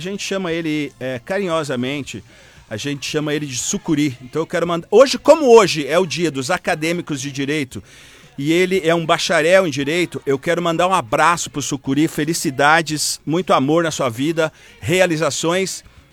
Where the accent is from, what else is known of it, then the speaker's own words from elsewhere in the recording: Brazil; somos só nós brasileiros